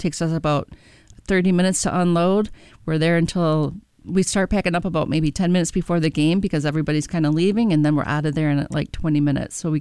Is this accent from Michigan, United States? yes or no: yes; Saginaw, Michigan, United States; So I've been in Saginaw my entire life, Saginaw County. I grew up in Saginaw Township, lived in Carlton for a long time.